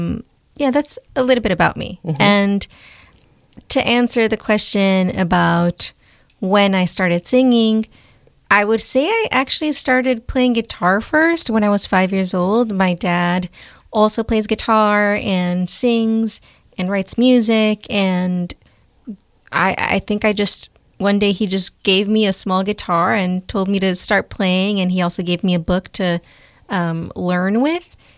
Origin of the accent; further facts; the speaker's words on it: Chicago, Illinois, United States; a singer, songwriter, Mexican American, born and raised in Pilsen and Little Village, Chicago, to parents who migrated from Michoacan, Mexico. And I claim both Pilsen and Little Village because I moved back and forth a lot.